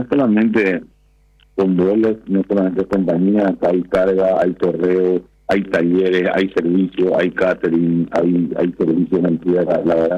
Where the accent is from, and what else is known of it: Paraguay